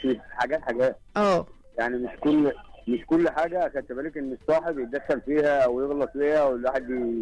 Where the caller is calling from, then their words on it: Port Said, Port Said Governorate, Egypt; انا من بورسعيد